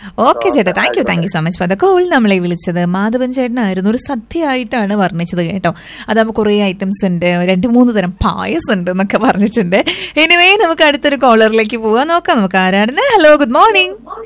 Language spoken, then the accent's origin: Malayalam; Thrissur, Kerala, India; ഞാൻ തൃശ്ശൂര്.